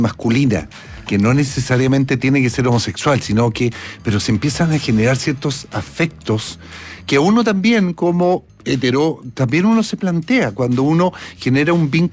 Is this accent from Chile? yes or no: yes; Chile; nosotros como sociedad, como chilenos, somos buenos para el copete